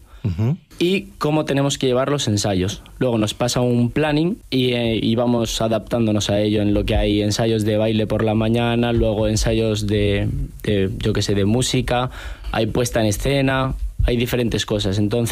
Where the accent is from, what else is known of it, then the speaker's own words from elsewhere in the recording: Arévalo, Castile and León, Spain; Yo soy de Arévalo, de Ávila.